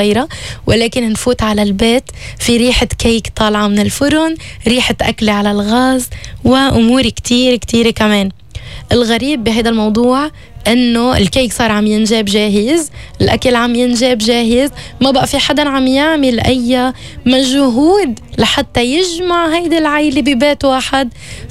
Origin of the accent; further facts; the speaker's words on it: Lebanon; في حقيقة نحن عم نعيشها بمجتمعنا اللبناني وبمجتمعنا العربي